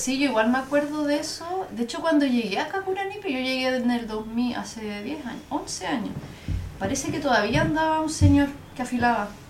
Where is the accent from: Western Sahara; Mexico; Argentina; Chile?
Chile; Peñaflor, Santiago Metropolitan Region; born there; moved away; yo nací en Peñaflor, en la región metropolitana, cerca de Santiago.